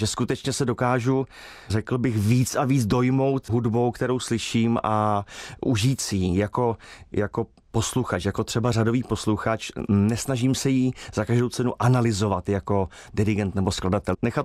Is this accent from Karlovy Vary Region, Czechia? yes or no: no; South Bohemian Region, Czechia; je to jakási podsta mému rodnému kraji, protože má podtitul Šumavská